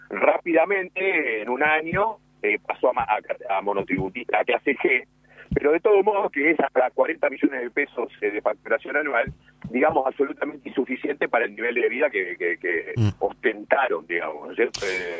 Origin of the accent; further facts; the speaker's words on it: Argentina; ¿Le parece que somos estúpidos los argentinos?